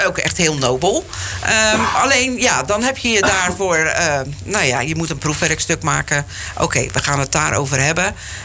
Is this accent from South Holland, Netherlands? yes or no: yes; Rotterdam, South Holland, Netherlands; Nou is dat natuurlijk, wij zeiden het al, we zijn geboren getogen in Rotterdam.